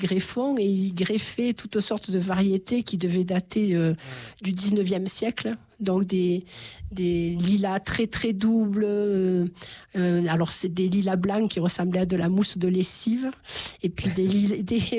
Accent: Nîmes, Occitanie, France; je suis originaire de Nîmes, hein

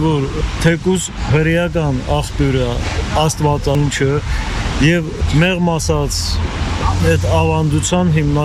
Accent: Stepanakert, Karabakh, Azerbaijan; also born or lived in Yerevan, Armenia; ծնվել եմ Երևանում, այդ ժամանակ ծնողներս սովորում էին կոնսերվատորիայում, բացի Երևանում ուսանելու տարիներից և տարհանվելուց հետո ամբողջ կյանքս անց եմ կացրել իմ հայրենի Ստեփանակերտը։

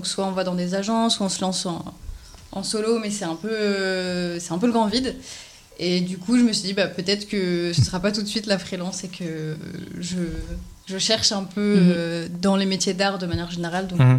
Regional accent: Angers, Pays de la Loire, France; En plus, c'était loin parce que nous, on est d'Angers.

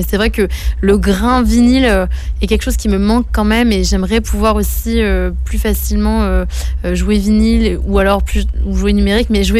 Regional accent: Saint-Lô, Normandy, France; also born or lived in Caen; Moi, je suis normande de la Manche. Je suis saint-loise, initialement.

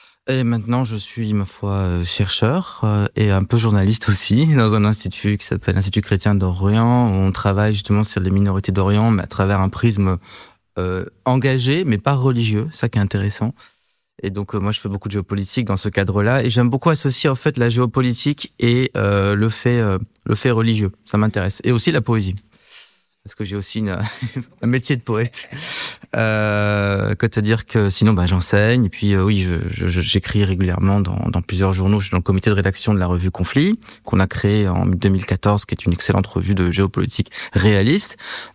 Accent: France; born there; je suis né en France, mon père est né en Syrie, ma mère est née en Belgique, on a plusieurs passeports. Je me considère comme un enfant de la diaspora

